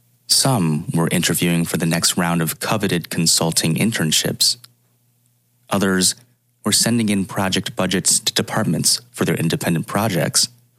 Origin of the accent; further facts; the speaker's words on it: Ohio, United States; moved away; growing up in Northwest Ohio